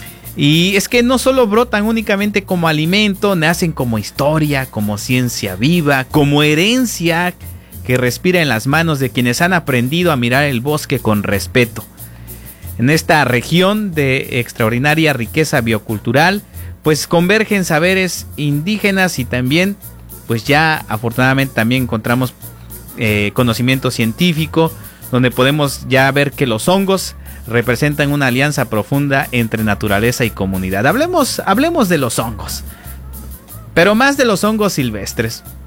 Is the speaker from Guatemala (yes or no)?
no; Mexico